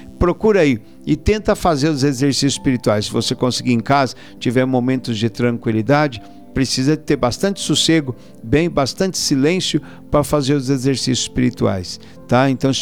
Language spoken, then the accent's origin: Portuguese; Mogi Guaçu, São Paulo, Brazil; Na minha juventude, quando era jovem lá em Mogi Guaçu, eu experimentei os retiros inacianos e era uma riqueza extraordinária.